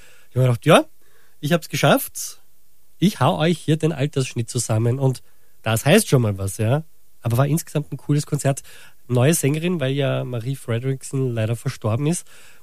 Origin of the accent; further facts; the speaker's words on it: Vienna, Austria; ich war in Wien, in meiner Heimat